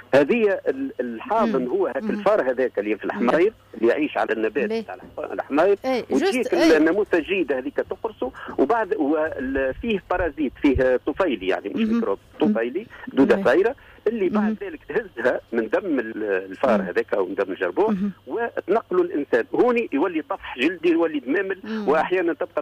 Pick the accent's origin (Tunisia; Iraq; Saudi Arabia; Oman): Tunisia; عندنا انواع عديده في تونس